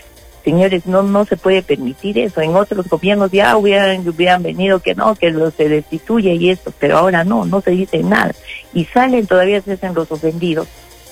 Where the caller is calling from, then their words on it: Peru; somos peruanos.